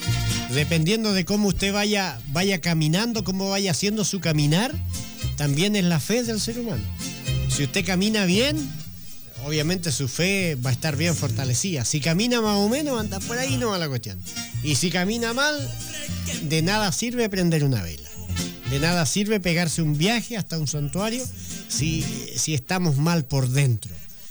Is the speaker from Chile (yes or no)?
yes; Los Lagos, Chile; moved away; allá en mi tierra natal, en Meulín